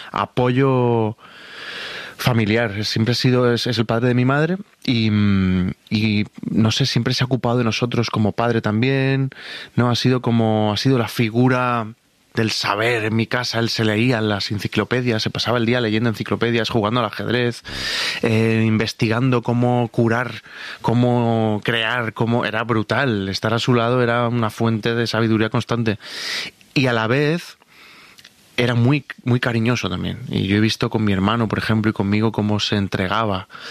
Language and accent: Spanish; Málaga, Andalusia, Spain; born there; moved away; yo nací en Málaga, frente al mar